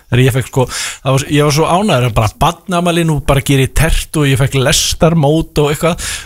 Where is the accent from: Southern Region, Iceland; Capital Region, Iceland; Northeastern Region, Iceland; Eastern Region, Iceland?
Southern Region, Iceland; Hvolsvöllur; Ég er frá Kolsvelli, SS-pilsan er þaðan.